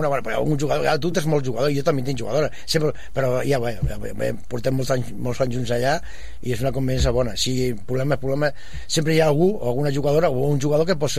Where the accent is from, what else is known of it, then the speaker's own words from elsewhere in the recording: Terrassa, Catalonia, Spain; now in Sabadell, Spain; Soc fill de Terrassa, però ja estic més... Bueno, aquí, estic més dies aquí que allà.